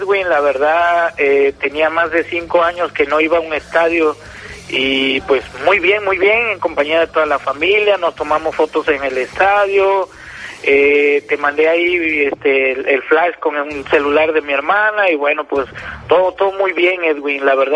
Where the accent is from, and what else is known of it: Cosamaloapan, Veracruz, Mexico